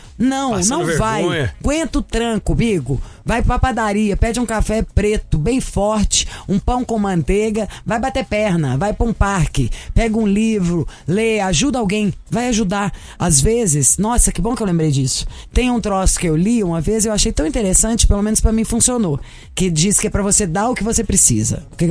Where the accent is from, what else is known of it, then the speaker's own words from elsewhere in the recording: Minas Gerais, Brazil; Sou de Minas, onde se bebe demais.